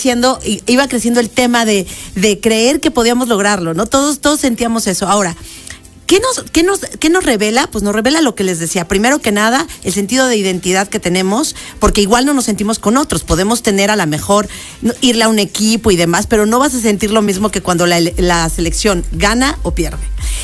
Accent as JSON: {"language": "Spanish", "country": "Mexico"}